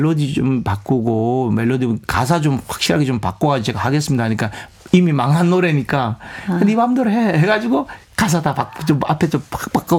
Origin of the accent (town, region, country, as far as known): Samcheok, Gangwon, South Korea; accent: Samcheok dialect (Gangwon with Gyeongsang intonation)